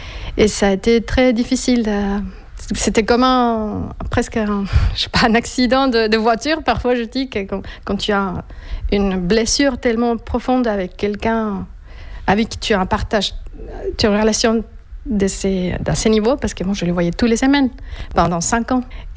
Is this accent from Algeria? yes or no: no; Colombia; French is a second language; moved away as an adult; also born or lived in Freiburg, Germany; je suis retournée en Colombie.